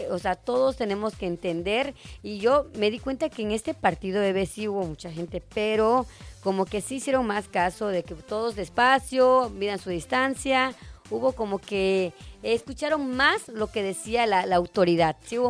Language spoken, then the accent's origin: Spanish; Mexico; esto no nos quita decir, sabes que ya no somos mexicanos. Al contrario, así somos.